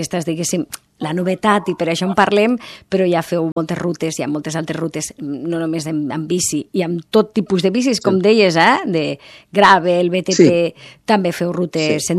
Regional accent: Almenar, Catalonia, Spain; jo sóc del Menac, això és el Segrià

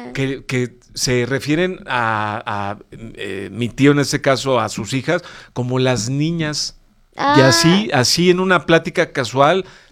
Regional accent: Mexico

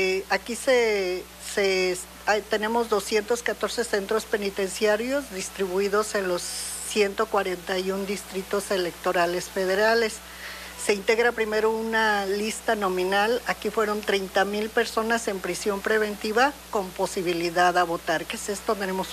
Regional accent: Mexico; a todos como mexicanos

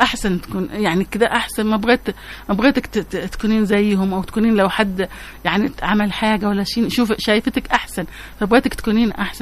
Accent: Yemen; Arabic is a second language; فكنا نقوم، كنت أقوم أنا قول يمنية، في واحدة سودانية، واحد تقوم فلسطينية تقول فلسطينية، فكان أنت يمنية كلامش مش باين أنا يمني

